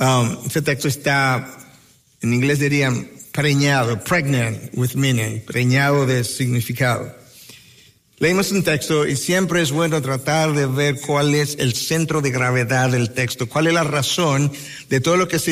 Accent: Dominican Republic

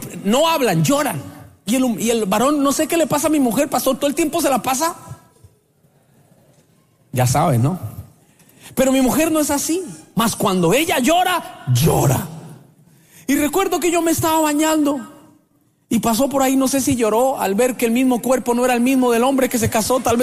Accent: Colombia; born there; porque de donde yo nací, por allá, de los campos de Colombia, mi abuelo no era tierno con mi abuela.

